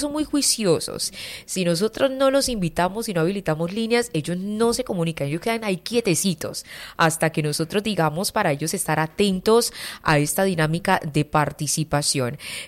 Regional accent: Colombia; esta devoción que todos nosotros como colombianos tenemos al Sagrado Corazón de Jesús

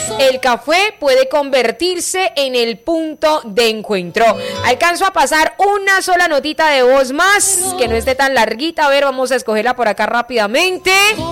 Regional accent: Colombia; así somos nosotros los colombianos

